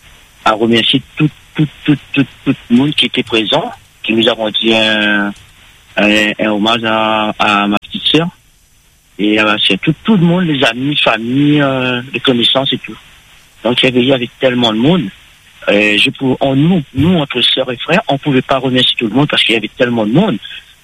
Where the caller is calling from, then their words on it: La Saline-les-Hauts, Réunion; j'appelle, j'habite à la Saline des Hauts.